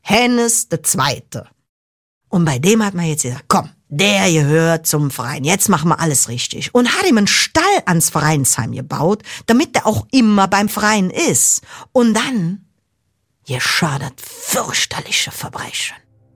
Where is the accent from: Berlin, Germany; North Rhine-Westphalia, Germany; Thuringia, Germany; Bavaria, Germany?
North Rhine-Westphalia, Germany; Cologne; im schönen Kölle. Oh, Kölle. Wenn ich so an meine Heimat denke